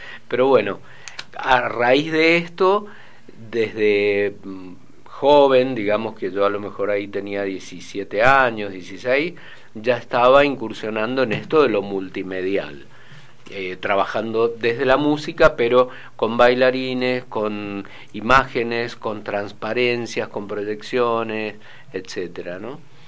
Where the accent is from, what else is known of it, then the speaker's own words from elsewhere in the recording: Mendoza, Argentina; yo soy de aquí, de Mendoza, un ciudadano, sería lacerino.